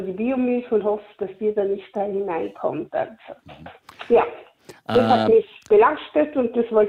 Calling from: Vorarlberg, Austria; Ich komme aus dem Montafon, wohne in Bludenz, also ich kenne Dornbirn schlecht.

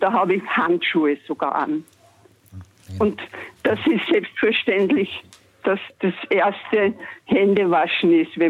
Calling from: Salzburg, Austria; Ich rufe aus Salzburg an.

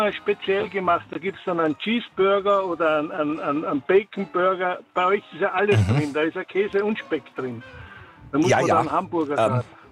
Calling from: Seefeld, Tyrol, Austria; Jetzt stehe ich gerade in Kufstein am Parkplatz, aber ich wohne in Seefeld.

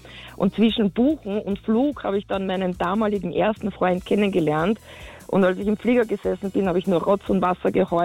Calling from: Hochfeistritz, Carinthia, Austria; Du, ich sitze da gerade bei uns daheim in Hochfeistritz unter unserem 60-jährigen Lindenbaum

